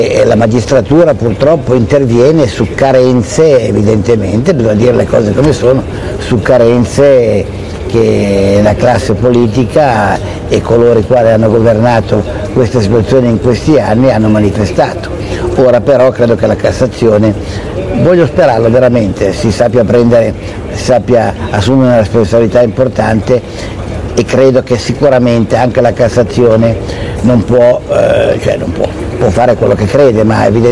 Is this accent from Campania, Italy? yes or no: no; Novi Ligure, Piedmont, Italy; also born or lived in Genoa; Novi Ligure, la mia città natale